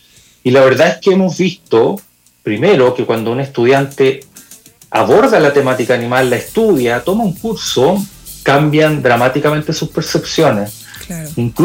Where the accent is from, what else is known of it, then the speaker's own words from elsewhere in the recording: Chile; nosotros como chilenos